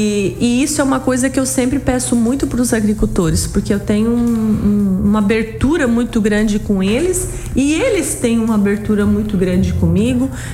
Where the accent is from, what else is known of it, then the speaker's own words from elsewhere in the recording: Araranguá, Santa Catarina, Brazil; now in Sombrio, Brazil; Eu digo que aqui é a minha cidade também, apesar que eu sou de Araranguá.